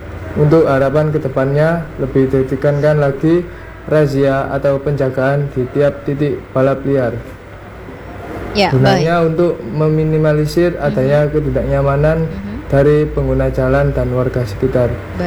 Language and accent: Indonesian; Bali, Indonesia; now in Surabaya, Indonesia; mahasiswa yang merantau di Surabaya, asal saya dari Bali.